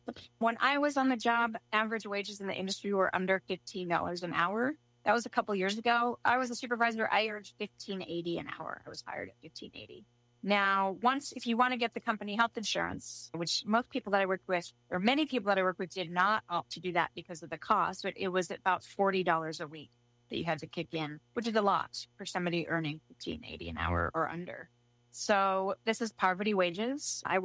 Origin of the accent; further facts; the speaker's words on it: Utah, United States; moved away as an adult; I moved back, I thought temporarily, to my home state of Utah to regroup, figure out what was next.